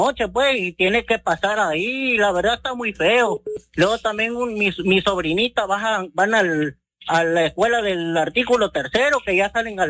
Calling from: Mexico; Nosotros somos de Los Cocos

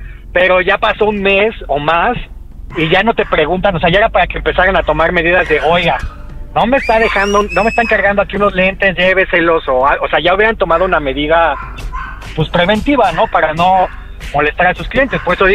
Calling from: Mexico City, Mexico; De la Ciudad de México.

